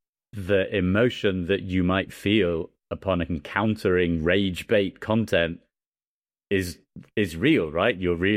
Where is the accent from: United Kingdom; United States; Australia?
United Kingdom; England; Sorry, I'm English. I call it a shopping trolley.